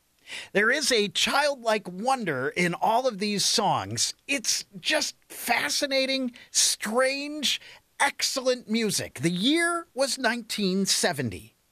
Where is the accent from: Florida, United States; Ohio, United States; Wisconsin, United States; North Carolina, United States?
Ohio, United States; Akron; from Akron, Ohio